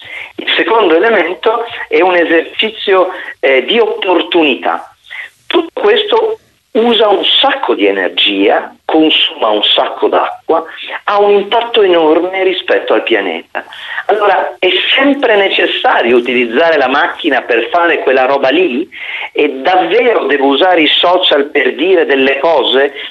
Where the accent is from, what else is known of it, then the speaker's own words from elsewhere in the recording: Turin, Piedmont, Italy; io sono di Torino come hai ricordato